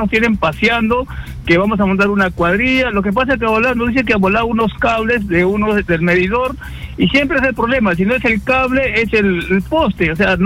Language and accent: Spanish; Peru; Nosotros también somos peruanos, también tenemos derecho.